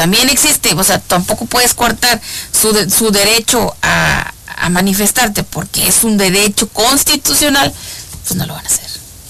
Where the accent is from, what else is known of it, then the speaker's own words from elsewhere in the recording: Mexico; para nosotros como mexicanos